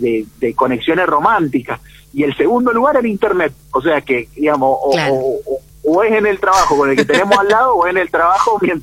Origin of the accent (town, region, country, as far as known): Mendoza, Argentina